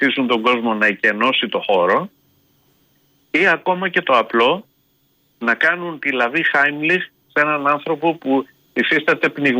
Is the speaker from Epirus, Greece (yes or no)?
yes; Preveza, Epirus, Greece; επειδή εγώ είμαι από την Πρέβεζα